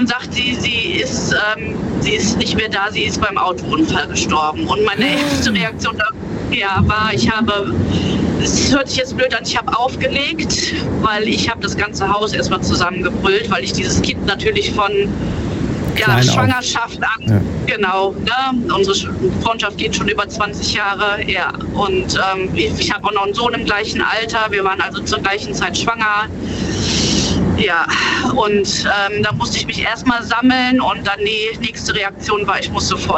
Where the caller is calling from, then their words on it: Hennef, North Rhine-Westphalia, Germany; Hennef. Ich komme aus Hennef.